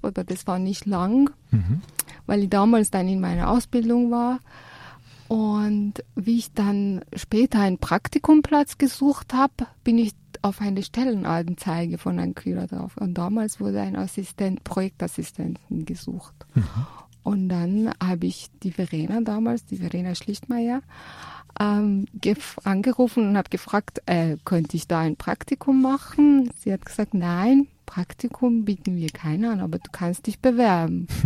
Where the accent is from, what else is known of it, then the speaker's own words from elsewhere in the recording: Tehran, Tehran Province, Iran; Ja, geboren und aufgewachsen bin ich in Teheran, in Iran.